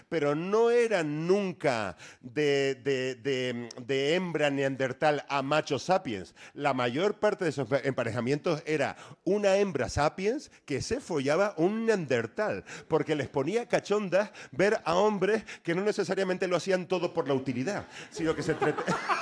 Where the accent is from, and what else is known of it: Canary Islands, Spain